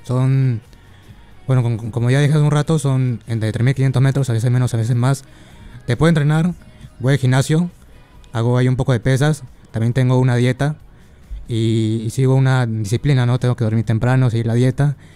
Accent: Callao, Peru

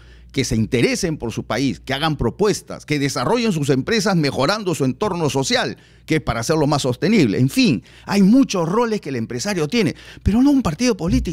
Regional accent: Peru

